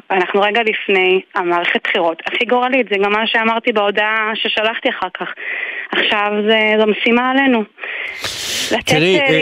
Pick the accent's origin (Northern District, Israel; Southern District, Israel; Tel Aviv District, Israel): Northern District, Israel; Migdal HaEmek; אני אגיד רגע ברמה האישית, בכל זאת, אני גדלתי במגדל העמק.